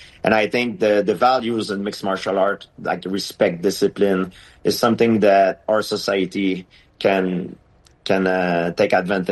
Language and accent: English; Canada; I'm Canadian